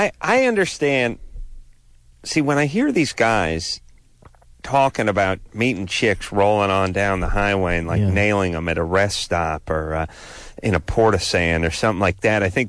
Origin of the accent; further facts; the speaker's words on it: California, United States; But we're from California, so we don't do a lot of rambling and rolling, and we don't even say highway, we say freeway.